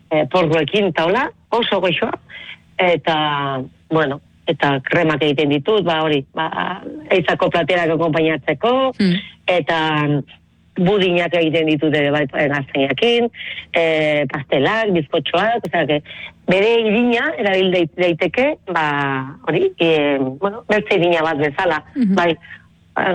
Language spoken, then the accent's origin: Basque; Elizondo, Navarre, Spain; born there